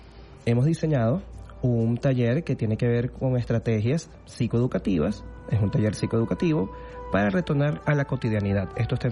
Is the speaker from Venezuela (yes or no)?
yes; Venezuela; Nosotros como sociedad venezolana